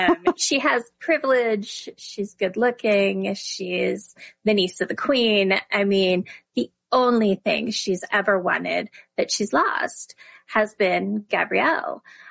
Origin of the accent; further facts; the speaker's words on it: Appalachia, United States; I go to Scotland regularly and I grew up in Appalachia.